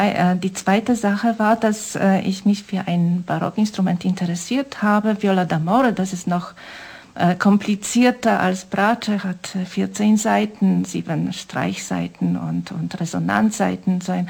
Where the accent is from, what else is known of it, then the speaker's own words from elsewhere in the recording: Kraków, Lesser Poland, Poland; moved away as an adult; also born or lived in Vienna, Austria; now in Styria, Austria; ich bin in Polen geboren, in Krakau